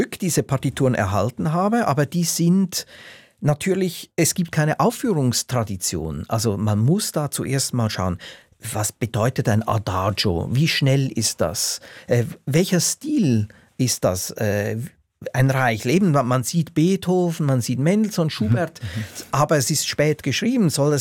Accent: Switzerland; moved away; als Schweizer, weil ich als Auslandschweizer über Jahrzehnte gesehen habe

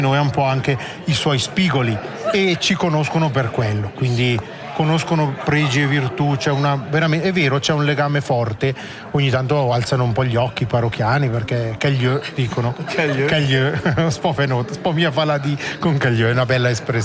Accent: Airolo, Ticino, Switzerland; now in Leventina, Switzerland; io sono cresciuto ad Airolo, noi da Airolo guardavamo un po' così la Medievalle, quindi io sono già un espatriato in qualche modo.

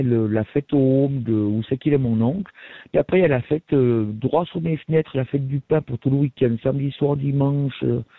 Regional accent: Valais, Switzerland

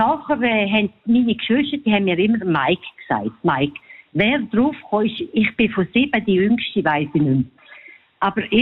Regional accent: Grisons, Switzerland; Also ich komme aus dem Bündnerland.

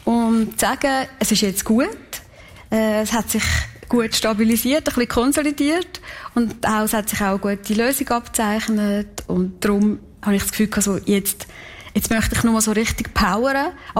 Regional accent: Kaltbrunn, St. Gallen, Switzerland; weil ich bin in Kalbrunn aufgewachsen. Ich bin eine Kalbrunnerin durch und durch.

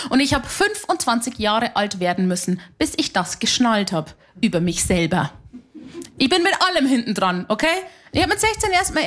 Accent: Haunersdorf, Bavaria, Germany; Ich bin aus einem sehr, sehr kleinen Ort in Niederbayern. Ich bin aus Haunersdorf bei Simbach, bei Landau an der Isar.

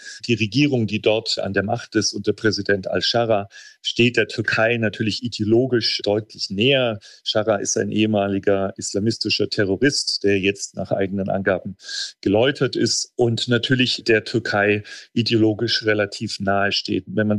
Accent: Germany; Naja, ich als Deutsche sehe seit Jahren, wie schwierig es ist, in Deutschland eine Bahnstrecke zu bauen oder einen Bahnhof zu bauen.

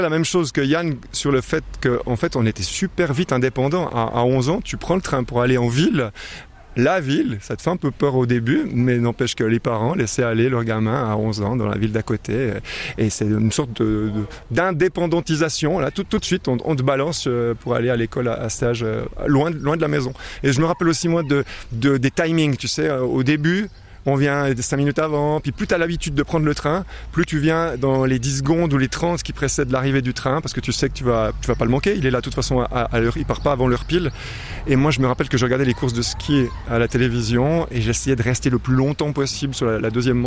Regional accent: Cressier, Neuchâtel, Switzerland; born there; now in Neuchâtel, Switzerland; Pour moi, il y a un attachement vraiment fort, c'est mes racines, ce village

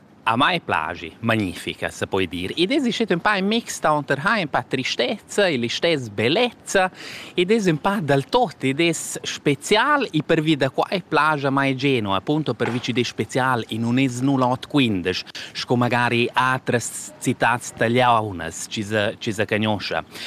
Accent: Switzerland; io sono della Svizzera, faccio questi qua

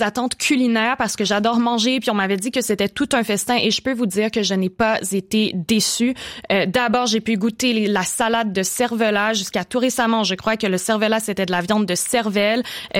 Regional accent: Montreal, Quebec, Canada; accent: québécois; moved away as an adult; now in Vaud, Switzerland; je suis canadienne, évidemment, mais aussi parce que je suis une indécrottable citadine. J'ai grandi à Montréal. Je suis plus à l'aise dans un wagon de métro que dans un sentier de montagne.

